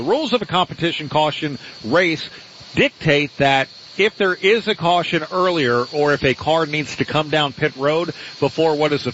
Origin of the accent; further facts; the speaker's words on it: Fort Worth, Texas, United States; I'm just saying, I grew up in the Central time zone in Fort Worth. It's the good time zone.